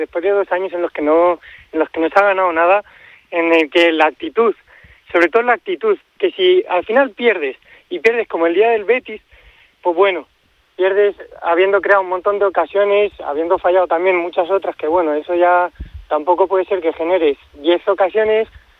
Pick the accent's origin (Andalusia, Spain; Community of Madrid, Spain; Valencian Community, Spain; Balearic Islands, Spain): Community of Madrid, Spain; Leganés; Mira, que yo soy de Leganés. O sea, que yo a Diomandé, o sea, el Lega es mi segundo equipo.